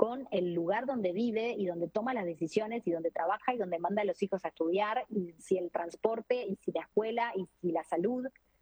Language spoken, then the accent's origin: Spanish; Montevideo, Uruguay; Yo soy de Montevideo.